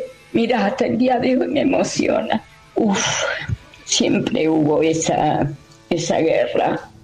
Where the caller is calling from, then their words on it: Castelar, Buenos Aires Province, Argentina; de Castelar. Cuando murió Evita, yo tenía 10 años, ahora tengo 84.